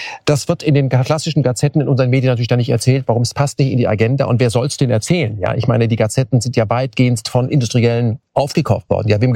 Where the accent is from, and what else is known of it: Germany